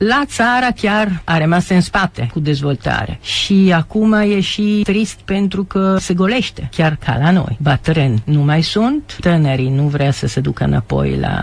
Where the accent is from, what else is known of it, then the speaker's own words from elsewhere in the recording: Milan, Lombardy, Italy; Romanian is a second language; La Milano, de unde sunt eu, chiar sunt numai blocuri. N-ai verde, n-ai grădini, case cu grădină, cu curte